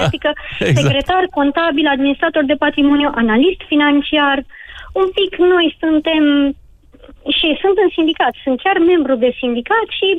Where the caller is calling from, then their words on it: Cugir, Alba County, Romania; Orașul e foarte mic. Am zis … din Alba Iulia, dar sunt din Cugir. E un oraș micus de tot.